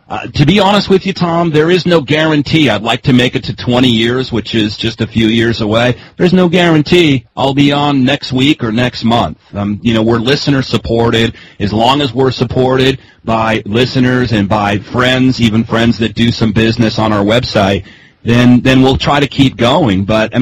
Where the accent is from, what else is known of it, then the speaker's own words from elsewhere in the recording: Ireland; You know, I'm Irish, and the old adage is some people see the glass as half empty, some people see the glass as half full.